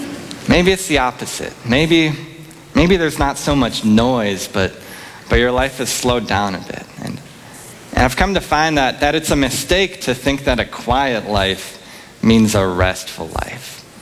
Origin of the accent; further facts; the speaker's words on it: Wausau, Wisconsin, United States; And so obviously we went to my hometown, Wausau.